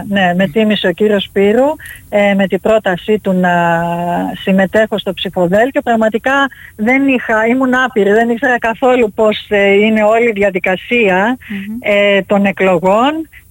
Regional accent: Corfu, Ionian Islands, Greece; Ναι, είμαι καταγωγή από την Κέρκυρα, ναι.

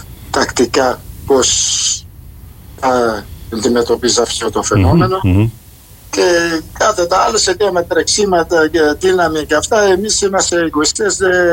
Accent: Cape Verde; now in Greece; Αυτή είναι χαρά που μου λένε τα καλύτερα λόγια για την πατρίδα μου

